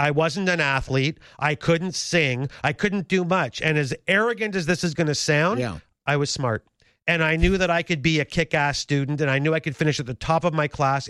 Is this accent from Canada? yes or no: yes; Toronto, Ontario, Canada; I grew up in North York at Don Mills and Finch, and that's exactly where I live right now, 10 houses from where I grew up.